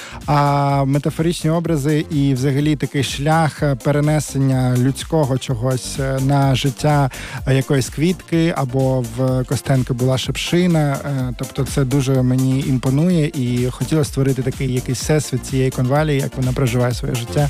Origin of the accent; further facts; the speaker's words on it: Kharkiv, Kharkiv Oblast, Ukraine; moved away as an adult; also born or lived in Azerbaijan; now in Kyiv, Ukraine; Так, мені не було року, ми переїхали в Харків.